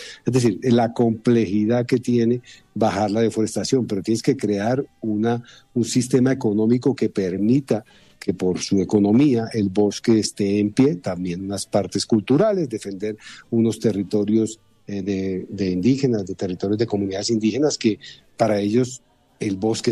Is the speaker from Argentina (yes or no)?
no; Colombia